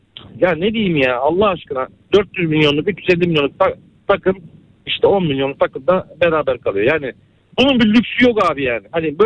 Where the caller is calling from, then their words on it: Antalya, Turkey; Ben Antalya'da